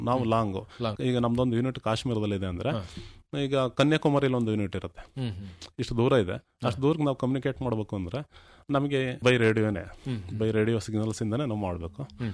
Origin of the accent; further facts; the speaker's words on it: Hassan, Karnataka, India; ನಮ್ಮ ಹಾಸನ ರೈತರಿಗೆಲ್ಲ ಗೊತ್ತಾಯಿದೆ